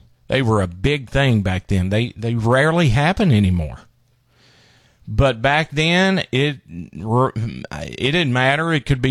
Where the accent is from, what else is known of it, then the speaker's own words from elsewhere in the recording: Tennessee, United States; I remember being born and raised in East Tennessee.